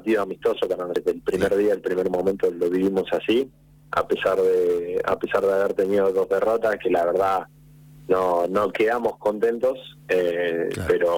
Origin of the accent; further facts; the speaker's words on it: Embalse, Córdoba, Argentina; moved away; De Córdoba, en Balsa de Calamuchita.